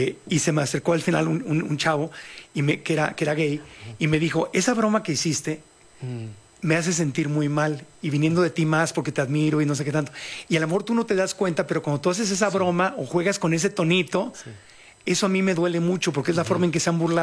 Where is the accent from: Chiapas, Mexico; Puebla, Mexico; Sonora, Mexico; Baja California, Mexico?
Baja California, Mexico; Tijuana; moved away as an adult; also born or lived in United States; yo que viví 20 años en Estados Unidos, yo no crecí en Estados Unidos, nací en Tijuana y yo no tenía papeles de niño para cruzar. Entonces yo no, ni fui a la escuela, mi cultura es mexicana, de frontera, pero mexicano.